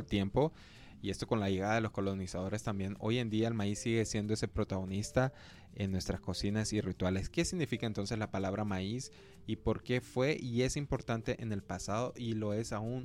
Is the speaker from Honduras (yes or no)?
yes; Honduras; Claro, y bueno, como hondureños, entonces, ¿cuáles podríamos decir que esas son esas esos platos en esas regiones del país?